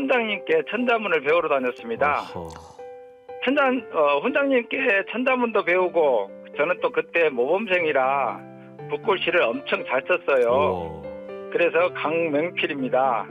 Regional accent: Gurye, South Jeolla, South Korea; now in Gwangyang, South Korea; 올해 62인데요. 제 고향이 전남 구례예요.

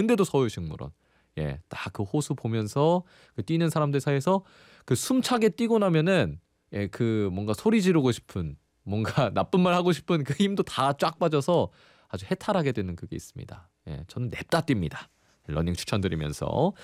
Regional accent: Incheon, South Korea; 제가 또 인천 출신이라 여기서 동해를 더 좋아합니다.

